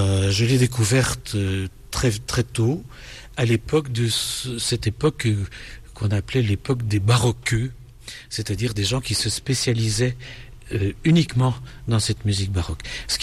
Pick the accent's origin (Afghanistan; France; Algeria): France; Besançon, Bourgogne-Franche-Comté; à Besançon, ma ville natale